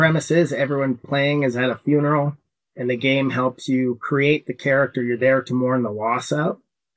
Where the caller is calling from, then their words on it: Saskatoon, Saskatchewan, Canada; I'm calling from Saskatoon, Saskatchewan, Canada.